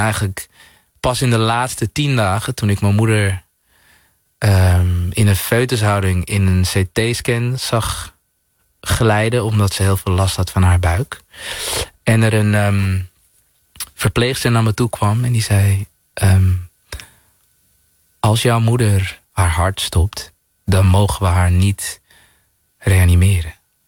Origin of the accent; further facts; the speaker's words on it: Suriname; En op een hele Surinaamse manier, waarin we eigenlijk als Surinamers vaak denken, ach, het is iets kleins, komt wel goed